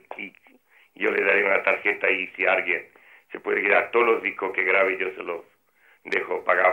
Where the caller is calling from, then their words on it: Barcelona, Catalonia, Spain; De Barcelona